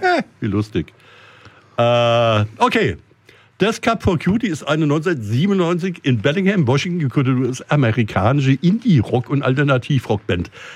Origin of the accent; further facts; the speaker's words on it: Switzerland; Ich bin Schweizer, ich muss euch mal veräppeln in der Richtung.